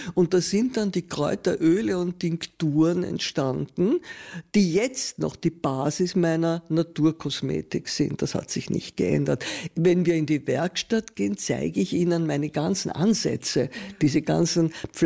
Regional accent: Vienna, Austria; moved away as an adult; now in Styria, Austria; Und ich bin von Wien gekommen und habe dort bis zu meinem 37. Lebensjahr gelebt.

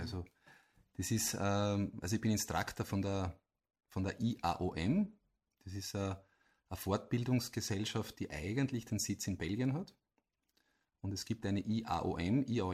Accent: Eibiswald, Styria, Austria; ich komme aus Eibiswald

